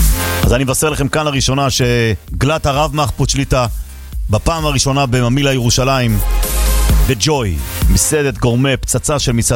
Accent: Jerusalem, Jerusalem District, Israel; אני ירושלמי

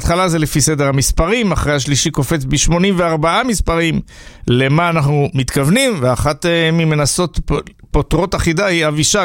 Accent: Jerusalem, Jerusalem District, Israel; born there; נולדתי בירושלים, זכיתי לזה.

